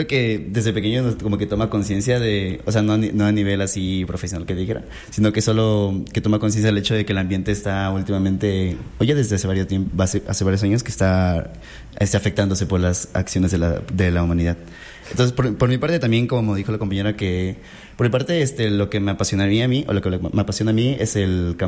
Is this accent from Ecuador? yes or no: yes; Ecuador; donde yo vivo, que yo soy originario de Yensasa